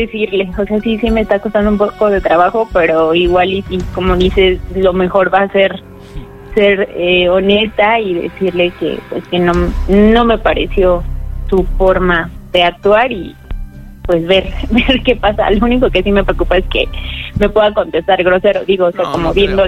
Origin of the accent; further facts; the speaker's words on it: Iztapalapa, Mexico City, Mexico; Sí, soy de la alcaldía Iztapalapa.